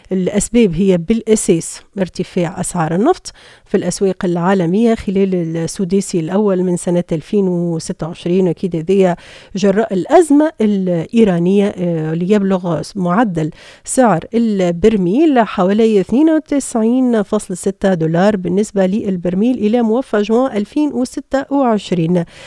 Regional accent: Tunisia; احنا توا عندنا في تونس

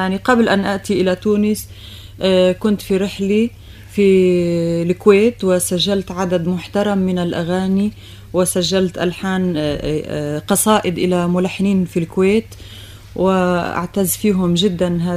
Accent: Lebanon; فأنا بدأت أشعر أنه أنا لبنانية ومفروض أغني للبنان

